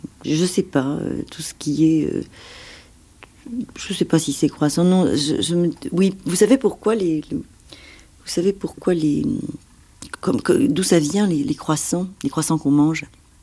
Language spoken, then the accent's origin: French; Tunisia; born there; moved away; moi je viens d'un pays arabe, ça veut dire que je viens de Tunisie, je suis née en Tunisie